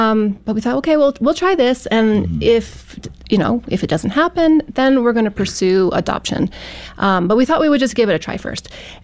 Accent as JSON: {"language": "English", "town": "Edmonton", "region": "Alberta", "country": "Canada", "tie": "born or raised there", "lives_now": "Calgary, Canada", "said": "Oh, I grew up in Edmonton, Alberta, which is the capital. And I grew up in a, you know, typical Christian middle class family."}